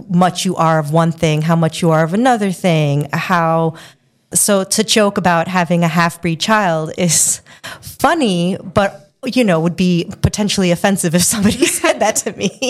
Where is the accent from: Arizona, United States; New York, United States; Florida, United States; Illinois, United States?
New York, United States; Queens; now in Michigan, United States; because I grew up in New York and Queens